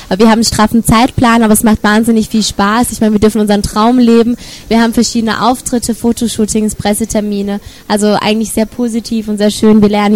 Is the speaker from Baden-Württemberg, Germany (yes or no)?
yes; Freiburg, Baden-Württemberg, Germany; Gestern zum Beispiel waren wir in Freiburg, in meiner Heimatstadt, hatten dort auch einen Clubauftritt